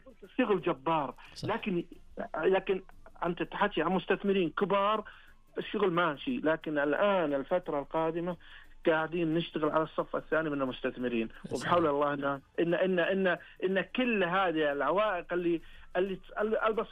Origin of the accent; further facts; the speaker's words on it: Saudi Arabia; انا كمنتج سعودي،